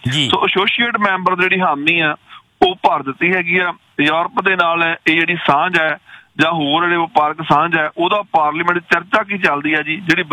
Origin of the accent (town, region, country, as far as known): Canada